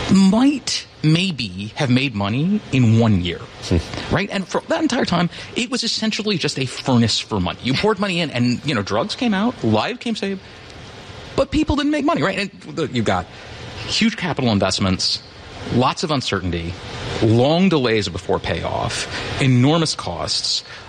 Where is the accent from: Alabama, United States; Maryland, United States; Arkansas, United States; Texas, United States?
Maryland, United States; Rockville; born or raised there